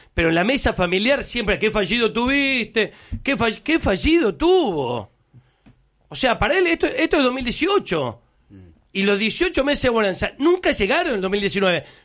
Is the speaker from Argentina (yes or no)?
yes; Argentina; yo puedo decir, como oyente, como argentino